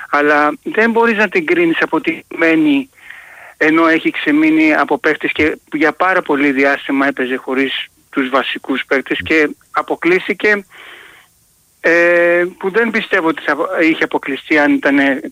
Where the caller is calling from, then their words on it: Kalymnos, South Aegean, Greece; από Κάλυμνο.